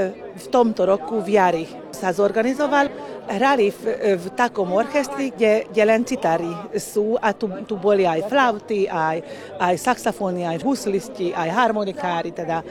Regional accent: Békés, Hungary; Prišla som z Bekeskej župy, teda z Dolnej zeme.

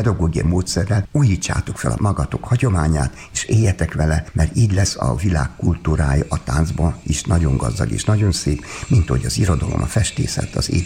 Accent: Hungary; nem csak mi magyarok vagyunk ezen jelen

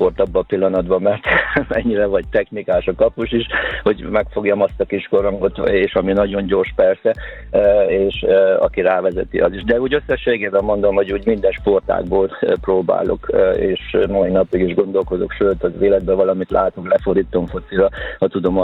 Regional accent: Odorheiu Secuiesc, Harghita, Romania; mert gyerekkoromban Székelyudvarhelyen ugye a női kézilabda akkor A divízióba játszott, és akkor én még egy ilyen ifjúsági játékos voltam

